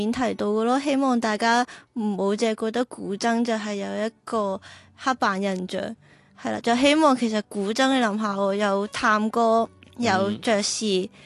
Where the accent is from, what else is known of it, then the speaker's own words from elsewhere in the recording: Macau; 咁我始终我系澳门人啦，咁即系我都系呢个大湾区长大，咁我觉得即系都系我最熟悉嘅语言，同埋最熟悉嘅一个音乐体系咯。